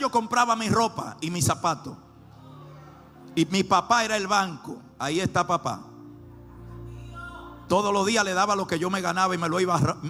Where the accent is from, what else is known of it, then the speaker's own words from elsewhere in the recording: Dominican Republic; Yo nací, hermano, en el Simón Bolívar y me crié en ese barrio hasta los 12 años.